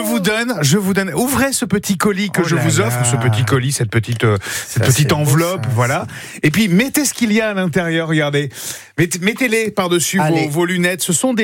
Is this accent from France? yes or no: yes; France; chez nous, en France